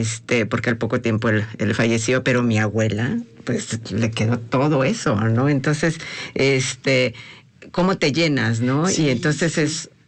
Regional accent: Chiapas, Mexico; Yo soy de Chiapas

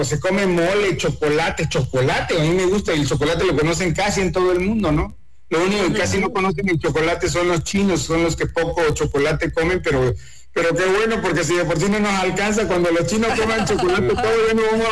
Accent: Mexico

